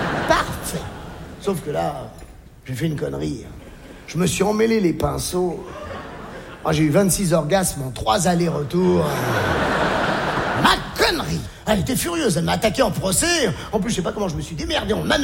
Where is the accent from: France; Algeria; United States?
Algeria; born there; Je suis né en Algérie.